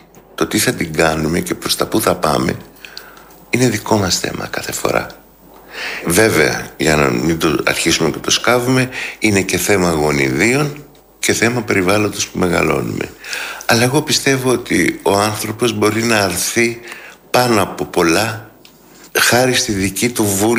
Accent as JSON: {"language": "Greek", "country": "Greece", "tie": "born there", "said": "Εκεί γεννήθηκα, στα Κατσάβραγα, όπου τα σπίτια δεν ήταν σε μία σειρά, ας πούμε, στη Νικηταρά που γεννήθηκα εγώ."}